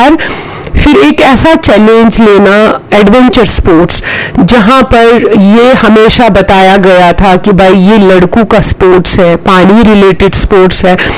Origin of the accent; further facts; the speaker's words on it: Srinagar, Jammu and Kashmir, India; मेरा श्रीनगर डिस्ट्रिक्ट से ही ताल्लुक है और मैं डाउन टाउन से बिलोंग करती हूँ। मेरी जो स्कूलिंग जो हुई है डाउन टाउन में